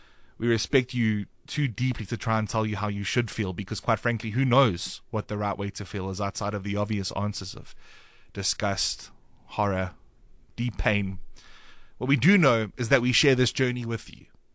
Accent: South Africa; we are South African.

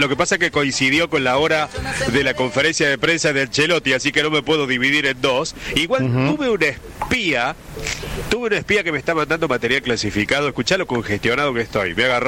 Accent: Argentina; los argentinos tenemos entrenamiento de ir a las playas

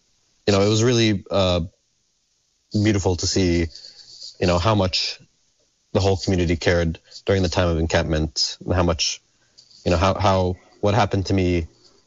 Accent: Palestine; moved away as an adult; also born or lived in Ramallah; we grew up together in Palestine.

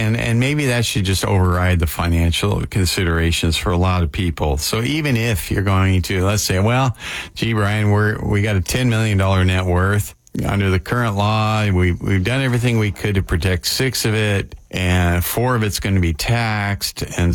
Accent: Washington, United States; I'm from Washington.

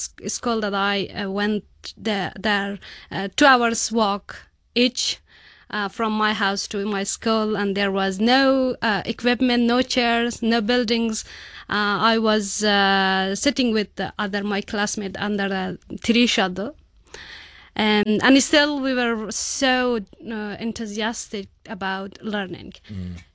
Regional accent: Bamyan, Afghanistan; English is a second language; I grew up in the Taliban first rule in a very rural area in Bamyan province. I'm coming from Hazara community.

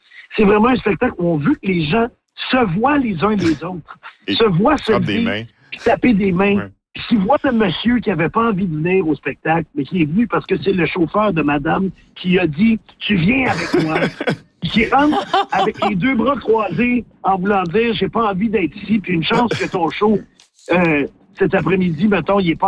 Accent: Saint-Germain-de-Grantham, Quebec, Canada; Ma mère était organiste de notre église dans le petit village d'où je viens, moi, Saint-Germain de Grande-Tam, dans le comté de Drummond.

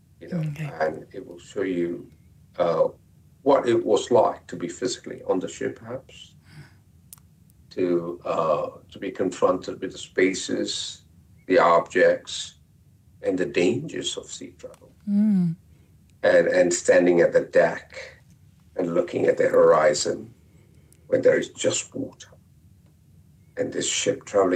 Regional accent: Malaysia; I was born in Malaysia, so this exhibition is very Malaysian.

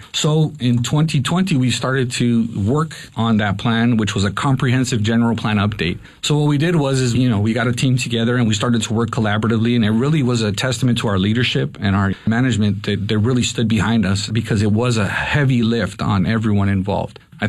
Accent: Los Angeles, California, United States; Growing up in the Pico Union area, the city of Los Angeles, I really grew up in an area where we didn't have much.

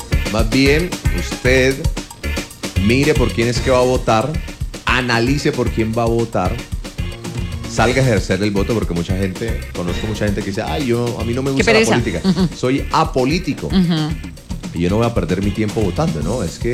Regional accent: Colombia; De nuestro país, de Colombia.

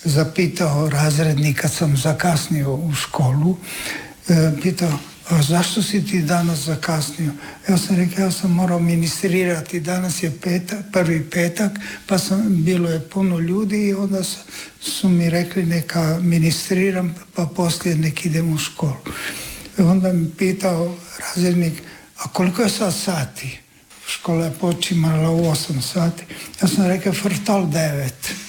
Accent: Sveti Juraj na Bregu, Međimurje County, Croatia; ja sam završio osnovnu školu u mom zavičaju u Međimurju, u Sveti Juraj na Bregu

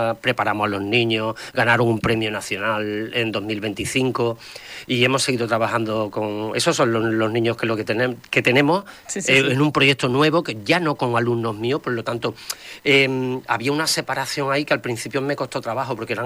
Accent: Marchena, Andalusia, Spain; me iba a mi pueblo, a Marchena

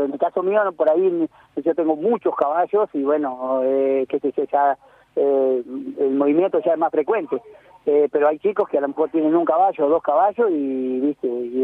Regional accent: La Pampa, Argentina; Nosotros que somos nacidos y criados en La Pampa, dos o tres días, Buenos Aires, todo bien. Pero ya el cuarto, se quiere volver.

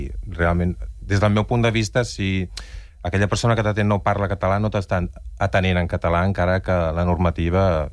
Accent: Barcelona, Catalonia, Spain; now in Banyoles, Spain; jo sóc fill de Barcelona i he viscut mitja vida a Barcelona i ara porto mitja vida en comarques gironines

